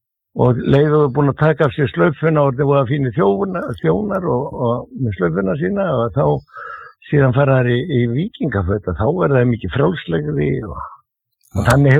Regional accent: Reykjavík, Capital Region, Iceland; Já, ég er fæddur og uppalinn í Klefsholtinu og ef einhver hefur verið Þróttari þá var það við Klefsarinn, sko.

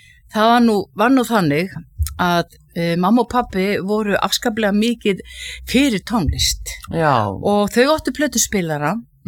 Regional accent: Hvolsvöllur, Southern Region, Iceland; En ég fædd og uppalinn í Rangárvallasýslunni og að mestu leiti á Hvolsvelli.

